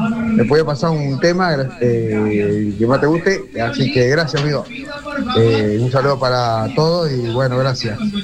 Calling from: Entre Ríos, Argentina; de Entre Ríos.

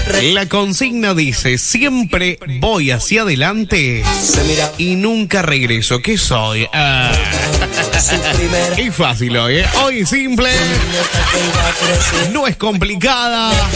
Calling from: San Rafael, Mendoza, Argentina; Hola, Florito … de San Rafael, te escucho todos los días

